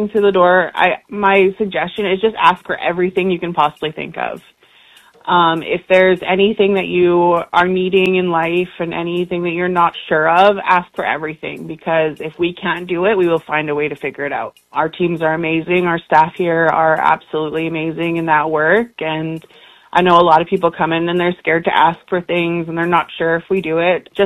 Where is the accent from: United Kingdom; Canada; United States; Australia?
Canada; Alberta; now in Surrey, Canada; I am from the Beganee Nation in Southern Alberta.